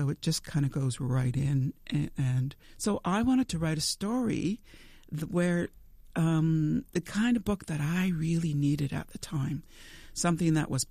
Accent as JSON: {"language": "English", "town": "Temagami", "region": "Ontario", "country": "Canada", "tie": "born or raised there", "said": "Yeah, when I grew up in Temagami, in Northern Ontario, but I think this is true for all across Canada, really"}